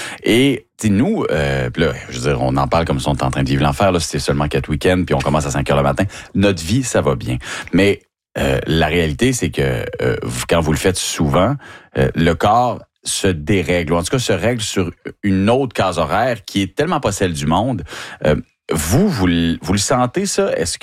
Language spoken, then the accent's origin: French; Quebec, Canada; Ben oui, parce que on est des vrais. Quand on vient du Saguenay-Lac-Saint-Jean, ben oui, c'est vrai, Nathalie